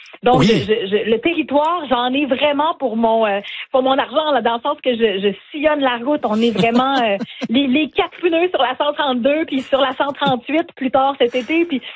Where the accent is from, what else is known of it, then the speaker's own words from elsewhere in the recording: Maria, Quebec, Canada; moved away; qui s'enracine dans la baie des Chaleurs, dans mon Maria, d'où je viens.